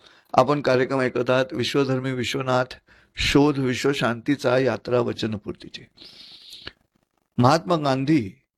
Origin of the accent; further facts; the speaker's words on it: Mumbai, Maharashtra, India; also born or lived in Shrivardhan; मी खरं तर मी मुंबईचा